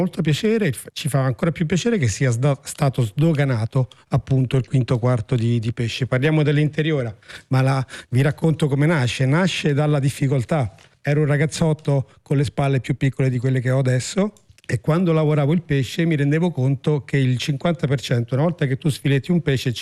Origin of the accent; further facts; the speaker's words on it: Fiuggi, Lazio, Italy; vengo da Fiuggi, la famiglia appunto di ristoratori